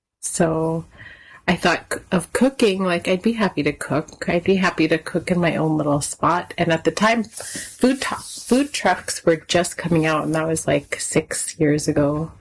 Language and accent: English; Kotzebue, Alaska, United States; now in Anchorage, United States; My family comes from Hooper Bay, but I grew up in Kotzebue and graduated high school in 2003. Hooper Bay is in the southwest Yupik region of Alaska, so I am Yupik, but I did grow up in Inupiaq territory